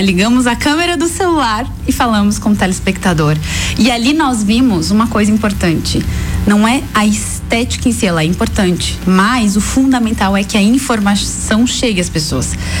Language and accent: Portuguese; São José do Cerrito, Santa Catarina, Brazil; eu sou de São José do Cerrito